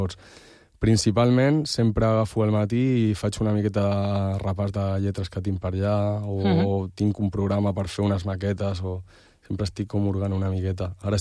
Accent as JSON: {"language": "Catalan", "area": "Barcelona", "region": "Catalonia", "country": "Spain", "moved": "as an adult", "lives_now": "Palma, Spain", "said": "Ja a Barcelona sempre sortir a la muntanya quasi diàriament, perquè el meu poble connecta amb la muntanya"}